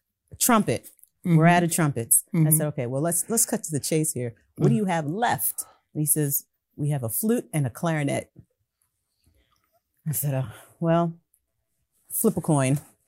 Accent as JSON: {"language": "English", "town": "Mount Vernon", "region": "New York", "country": "United States", "tie": "born or raised there", "said": "I grew up in Mount Vernon, New York."}